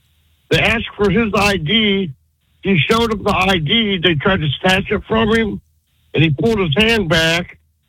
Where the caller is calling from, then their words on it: Mansfield, Ohio, United States; here in Mansfield, Ohio